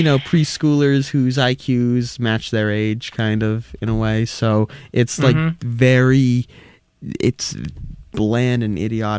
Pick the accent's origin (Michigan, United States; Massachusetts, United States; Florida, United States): Massachusetts, United States; I'm from New England, I'm from Massachusetts.